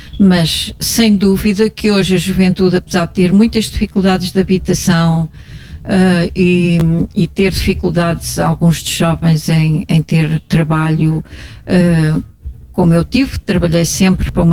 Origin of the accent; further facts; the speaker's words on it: Centro, Portugal; born there; Eu lembro-me de não haver centro de saúde perto da minha aldeia, e quando havia qualquer coisa vinha-se a correr para Coimbra